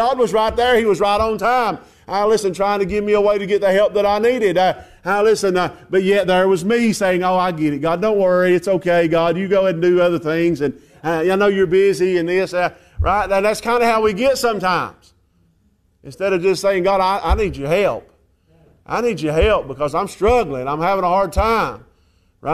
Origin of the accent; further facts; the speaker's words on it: Spruce Pine, North Carolina, United States; from Spruce Pine. That's who I am.